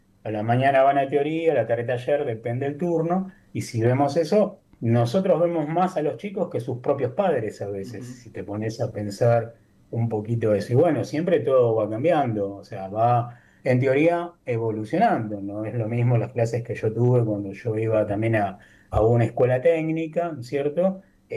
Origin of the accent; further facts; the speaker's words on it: Argentina; Somos dos docentes de Argentina que estamos postulados a los 50 mejores docentes del mundo, ¿no?